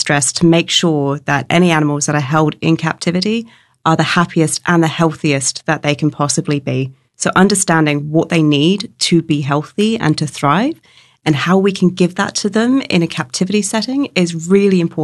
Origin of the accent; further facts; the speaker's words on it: New Zealand; I grew up in New Zealand in Aotearoa